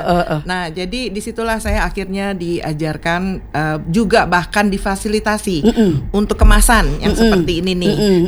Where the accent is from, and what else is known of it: Jakarta, Indonesia; born or raised there